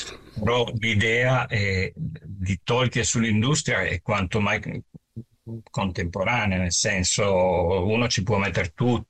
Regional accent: Ivrea, Piedmont, Italy; io sono di Ivrea

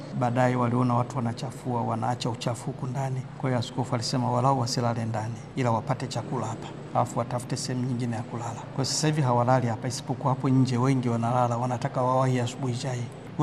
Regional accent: Mavanga parish, Ludewa district, Njombe, Tanzania; moved away as an adult; also born or lived in Rome, Italy / Iquitos, Peru; now in Barcelona, Spain; natokea Tanzania, jimbo la Njombe, parokia ya Mavanga iko katika wilaya ya Ludewa. Mimi ni mtawa wa shirika la Mtakatifu Agustino.

